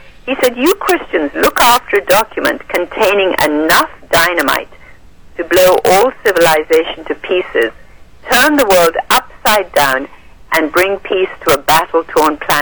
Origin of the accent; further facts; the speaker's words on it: India; moved away; Even though I grew up in India